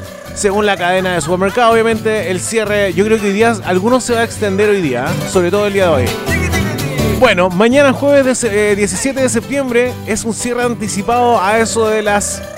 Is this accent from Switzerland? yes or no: no; Chile; Sabemos que somos chilenos y que todo lo hacemos a última hora